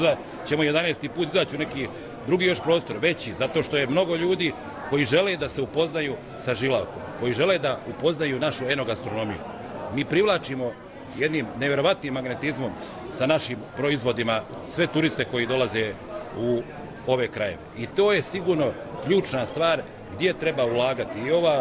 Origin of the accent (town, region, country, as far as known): Herzegovina, Bosnia & Herzegovina